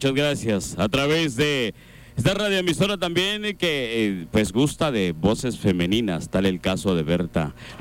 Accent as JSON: {"language": "Spanish", "region": "Totonicapán", "country": "Guatemala", "said": "soy de Totonicapán, por cierto, soy de Totonicapán, de la tierra de Atanasio Tzul. De allá vengo"}